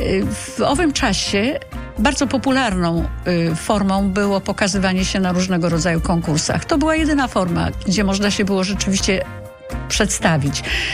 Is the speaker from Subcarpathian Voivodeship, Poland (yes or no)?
no; Człuchów, Pomeranian Voivodeship, Poland; Zresztą w ogóle wychowałam się w małym miasteczku na Pomorzu, w Człuchowie